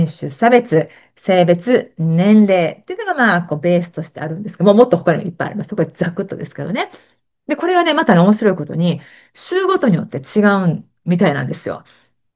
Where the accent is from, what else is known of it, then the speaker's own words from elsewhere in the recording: Kansai, Japan; accent: Kansai dialect; 私、この番組も結構関西弁をね、バーッと使って喋ってるんで